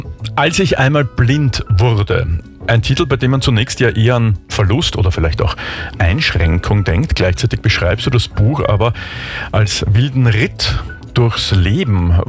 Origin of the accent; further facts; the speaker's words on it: Vienna, Austria; Also wir sind hier in Wien. Ich bin ein gebürtiger Wiener, ein Ur-Wiener sozusagen.